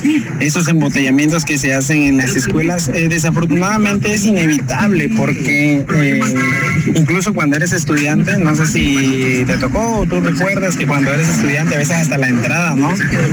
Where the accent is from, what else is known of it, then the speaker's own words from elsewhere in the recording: Mexico; porque como mexicanos siempre a veces dejamos todo al último